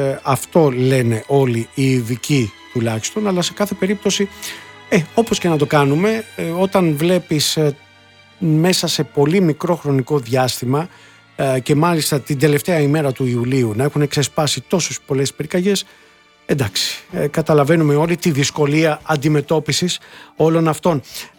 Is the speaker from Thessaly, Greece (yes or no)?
no; Peloponnese, Greece; στο Γήθιο, κάτω εκεί στα μέρη μου.